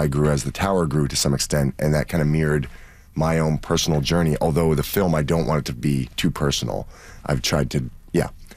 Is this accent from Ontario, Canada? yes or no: yes; Toronto, Ontario, Canada; We grew up in Toronto, if you're from the city, where you think that it's always been what it is.